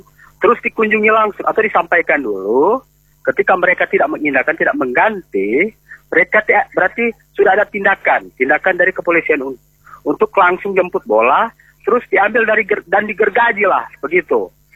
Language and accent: Indonesian; North Sulawesi, Indonesia; saya juga orang Minahasa Selatan, tapi saya tahu informasi begini.